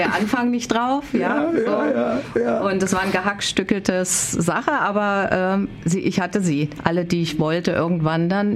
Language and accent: German; East Germany, Germany